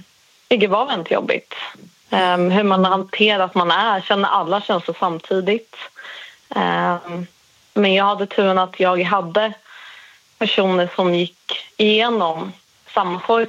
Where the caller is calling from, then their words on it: Stockholm, Stockholm County, Sweden; jag är från Stockholm.